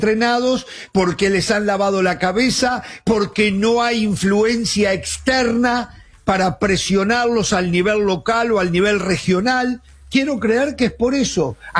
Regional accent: Uruguay; moved away

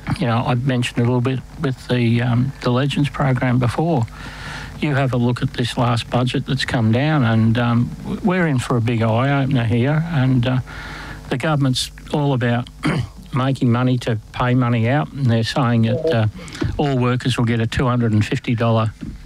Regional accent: Australia; as an Australian citizen, well, this is fact, they've got to let you back into the country

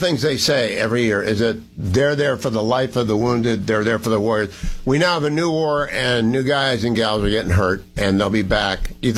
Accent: Ohio, United States; I'm from Ohio. We're from God's country.

